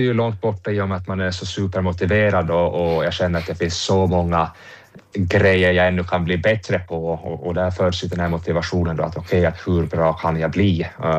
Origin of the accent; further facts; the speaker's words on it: Åland Islands; som ålänning